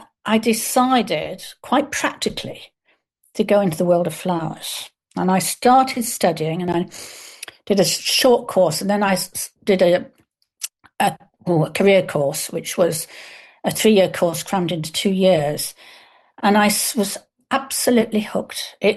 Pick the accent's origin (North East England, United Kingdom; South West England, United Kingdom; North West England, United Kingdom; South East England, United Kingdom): North West England, United Kingdom; Lake District; now in London, United Kingdom; We had a big garden because I come from the Lake District.